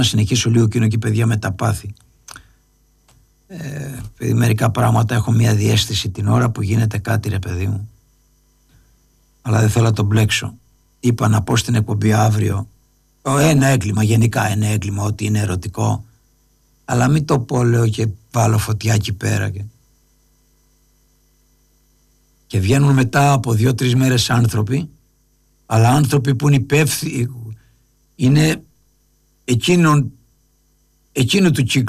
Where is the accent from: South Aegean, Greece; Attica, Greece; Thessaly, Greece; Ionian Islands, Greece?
Ionian Islands, Greece; Lefkada; Πάνω που είμαι από τη Λευκάδα, το ξέχασα.